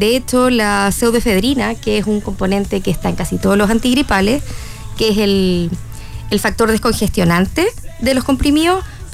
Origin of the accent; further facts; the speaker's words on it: Chile; nosotros como población chilena presentamos varias enfermedades de base